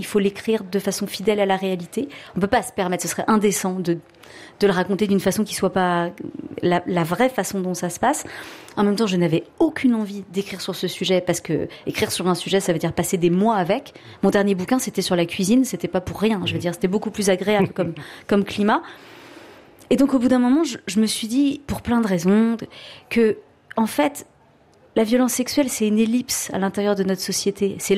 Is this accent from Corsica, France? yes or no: no; Brittany, France; C'est pas ma culture, parce que je suis une bretonne.